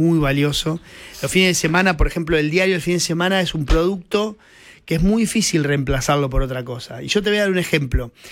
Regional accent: La Pampa, Argentina; yo soy de La Pampa, de una familia de clase media y demás, y como que siempre crecí pensando en que iba a ser periodista

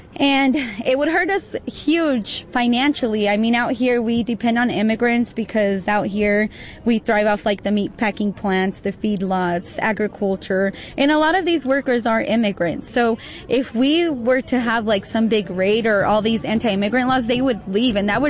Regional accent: Liberal, Kansas, United States; also born or lived in Juárez, Mexico; I was born in Juarez. I was brought as a baby when I was 2 years old to Liberal, Kansas. So I actually was undocumented for a very long time until I was able to finally gain legalization.

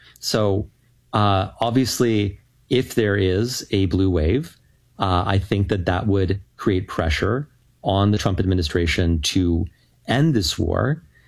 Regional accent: Canada; as a Canadian

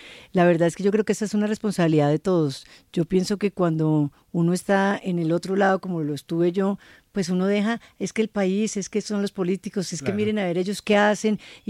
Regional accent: Colombia; lo digo como colombiana.

